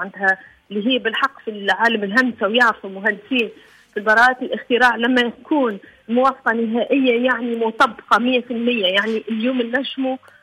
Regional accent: Sahline, Monastir Governorate, Tunisia; born there; also born or lived in Kairouan / Ouardanine; عشت سنوات طفولتي غادي، ومن بعدي انتقلنا للمسير وعشت في الوردانين، وبعد طوي استقرار تقريبا أكثر من 20 سنة في الساحلين بالضبط، و طول للطو معناتها نعيش فيها. وقريت في كما قلت لك القروين الوردانيين والساحلين، تخرجت من ليسي الساحلين

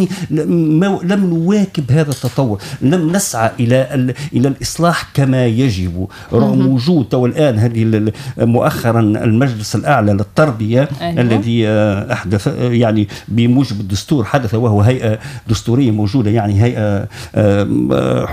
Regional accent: Tunisia; أنا كمواطن تونسي

